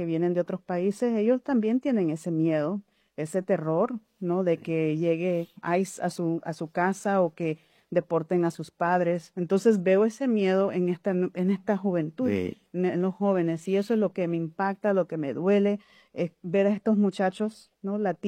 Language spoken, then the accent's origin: Spanish; Nicaragua; moved away; La verdad es que como nicaragüense, como migrante, yo espero mucho del país donde mis padres me trajeron para soñar